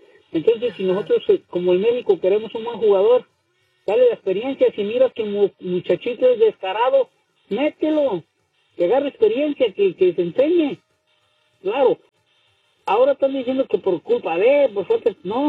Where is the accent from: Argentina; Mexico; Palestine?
Mexico; yo soy mexicano, orgullosamente